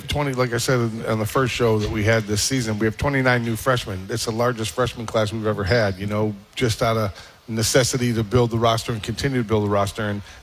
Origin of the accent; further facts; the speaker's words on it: Syracuse, New York, United States; I'm from Syracuse, went to Henniger High School.